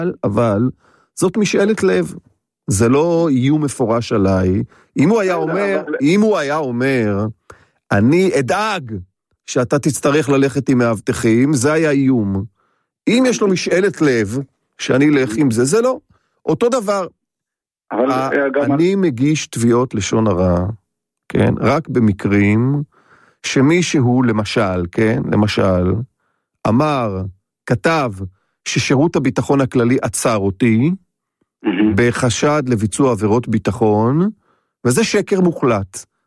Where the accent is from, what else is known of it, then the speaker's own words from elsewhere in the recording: Haifa, Haifa District, Israel; אני חיפאי במקום.